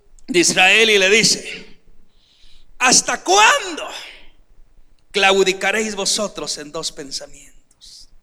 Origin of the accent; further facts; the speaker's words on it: Guatemala; hablemos así, en palabras chapinas y sencillas